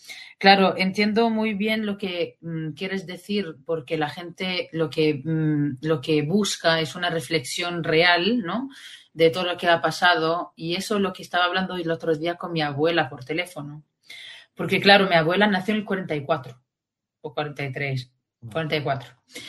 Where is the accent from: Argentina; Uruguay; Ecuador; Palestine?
Palestine; Beit Sahour, West Bank; moved away as an adult; now in Spain; Así que yo he vivido toda mi infancia y mi juventud en Palestina, Luego salí para estudios, o sea, estoy en España terminando ahora el doctorado.